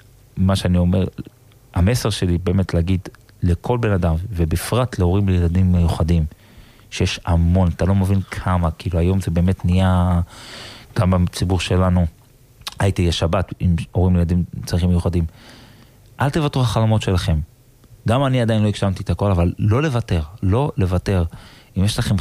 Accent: Gaza Strip, Palestine; אני גדלתי שם, לא רק בגוש קטיף, כאילו, הייתי אז ילד, וחיינו את זה, חיינו את התקופה הזאת, של גוש קטיף

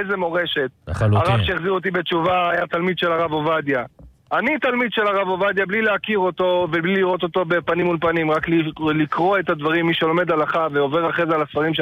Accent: Herzliya, Tel Aviv District, Israel; moved away as an adult; now in Jerusalem, Israel; אני היום גר בירושלים, אני גדלתי בהרצליה, אני עורך דין במקצועי, חזרתי בתשובה בגיל 28, בישיבת אשריך בירושלים.

